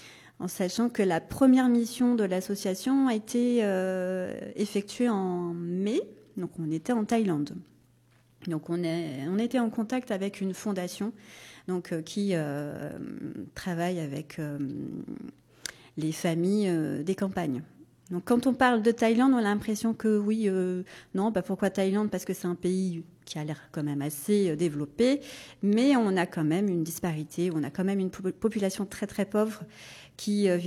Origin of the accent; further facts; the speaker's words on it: Saint-Joseph, Réunion, France; je suis originaire de Saint-Joseph. Je suis maman de deux enfants. Je suis enseignante. Donc, je travaille à Saint-Pierre.